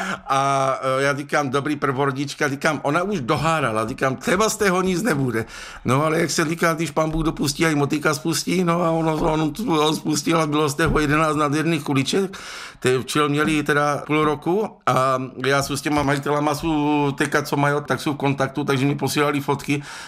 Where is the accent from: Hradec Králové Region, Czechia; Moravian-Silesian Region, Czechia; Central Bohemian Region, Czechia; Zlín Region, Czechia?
Zlín Region, Czechia; Hulín; já pocházím od Huléna